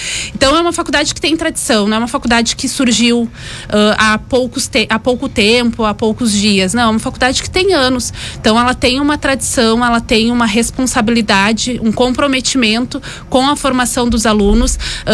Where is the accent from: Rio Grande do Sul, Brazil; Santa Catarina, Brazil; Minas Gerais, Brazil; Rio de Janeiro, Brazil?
Rio Grande do Sul, Brazil; Pelotas; moved away; eu sou de Pelotas, lá da região sul.